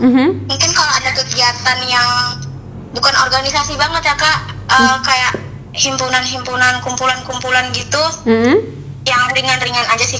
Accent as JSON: {"language": "Indonesian", "town": "Natuna", "region": "Riau Islands", "country": "Indonesia", "tie": "born or raised there", "also_born_or_lived": "Pontianak", "said": "Sebenarnya asal itu dari kecil di Natuna. Terus SD-nya pindah ke Kota Pontianak."}